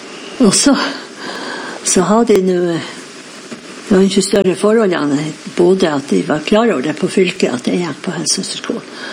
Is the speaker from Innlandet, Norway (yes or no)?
no; Flakstad, Nordland, Norway; moved away as an adult; Jeg er født og oppvoksen i Lofoten